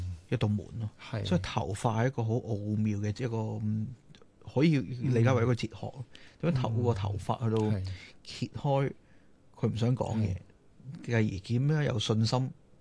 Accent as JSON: {"language": "Cantonese", "country": "China", "said": "同埋我都好即系好欣赏我哋中国人有个说话咧，身体发肤受诸父母啊"}